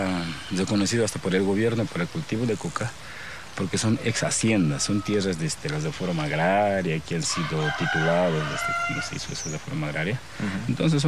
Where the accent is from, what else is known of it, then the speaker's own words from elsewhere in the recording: Tocaña, La Paz, Bolivia; Yo nací aquí en Tocay. Desde mi niñez he vivido con la coca siempre. Mis padres han sido siempre productores de coca